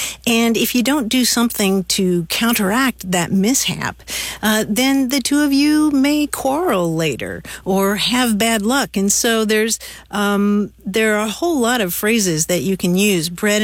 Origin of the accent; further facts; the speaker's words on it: Kentucky, United States; I'm from Kentucky myself.